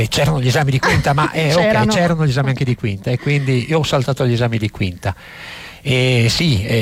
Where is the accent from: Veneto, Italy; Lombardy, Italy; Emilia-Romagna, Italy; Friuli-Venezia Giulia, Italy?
Friuli-Venezia Giulia, Italy; Udine; io non sono di Gemona, e quindi a Udine è stato vissuto in maniera un po' più tranquilla